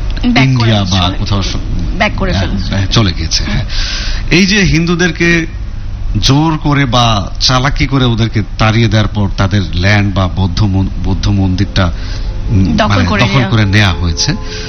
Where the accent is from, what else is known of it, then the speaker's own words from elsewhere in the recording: Bogura, Rajshahi Division, Bangladesh; also born or lived in Naogaon; now in Dhaka, Bangladesh; বগুড়ায় আমাদের বাড়ি বাট নওগাঁতে দাদু বাড়ি, মানে আমাদের দুইটা জায়গায় বাড়ি